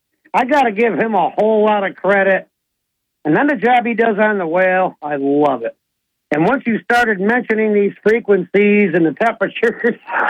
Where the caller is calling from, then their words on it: Owego, New York, United States; from Owego, Bob.